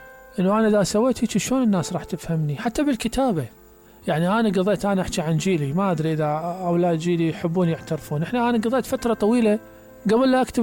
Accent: Basra, Basra Governorate, Iraq; بس إحنا عندنا بالبصرة ما عندنا ثقافة نظارات الإندور

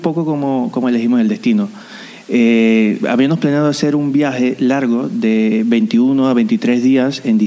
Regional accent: Panama; moved away; yo soy panameño y no tengo pues pasaporte español

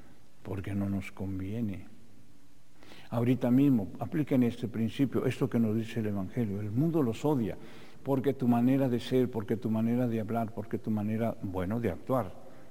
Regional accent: Mexico

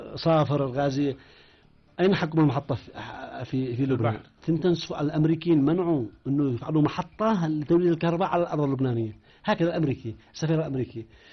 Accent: Yemen

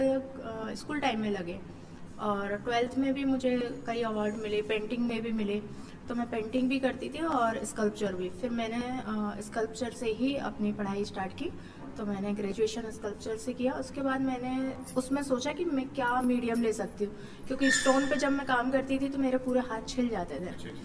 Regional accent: Gwalior, Madhya Pradesh, India; मैं सीखकर तो अपने ग्वालियर से ही आई थी।

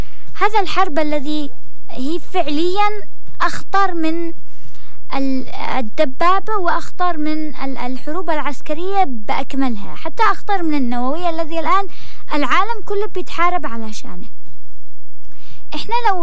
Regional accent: Yemen; عندنا في اليمن

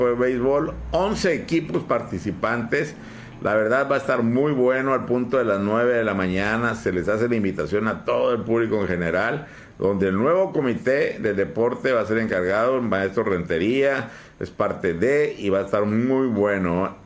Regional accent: Mexico; la gente, mucha gente, como buenos mexicanos, estamos tomando muy a la ligera la situación del niño

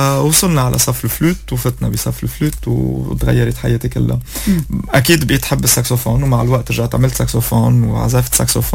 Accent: Lebanon; عم اسمعنا كلبنانية

